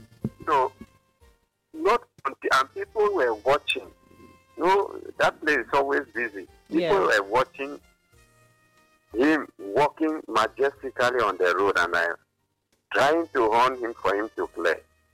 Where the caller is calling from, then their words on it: Nigeria; I'm calling from Atapa.